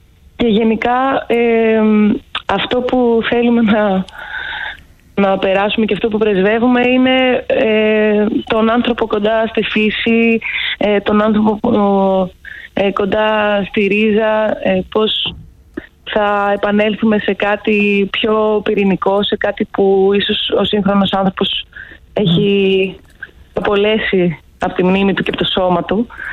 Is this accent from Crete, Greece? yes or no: no; Thessaloniki, Central Macedonia, Greece; moved away as an adult; now in Athens, Greece; Εγώ όχι, μεγάλωσα, γεννήθηκα στη Θεσσαλονίκη.